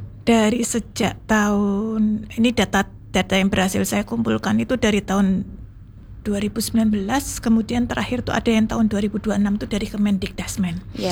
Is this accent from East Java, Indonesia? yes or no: yes; Mojokerto, East Java, Indonesia; born there; also born or lived in Jakarta; now in Surabaya, Indonesia; Kalau dulunya saya aslinya dari Mojokerto, Cakning.